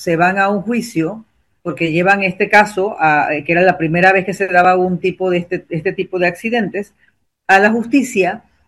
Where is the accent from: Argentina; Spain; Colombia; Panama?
Panama; Chiriquí; saben ustedes que yo soy de Chiriquí